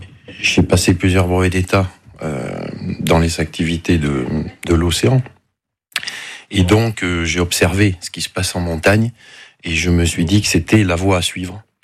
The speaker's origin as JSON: {"language": "French", "town": "Langon", "region": "Nouvelle-Aquitaine", "country": "France", "tie": "born there", "said": "dans une piscine municipale à Langon, d'où je suis né. Je suis né à Langon."}